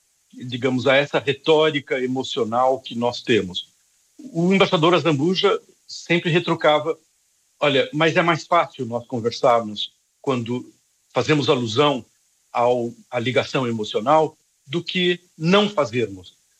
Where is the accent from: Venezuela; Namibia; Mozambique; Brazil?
Brazil; now in Portugal; O João Gabriel e eu, que somos brasileiros a viver em Portugal, sabemos disso